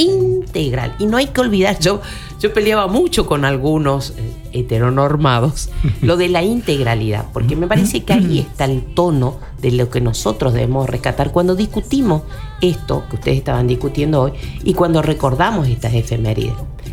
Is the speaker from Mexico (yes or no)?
no; Argentina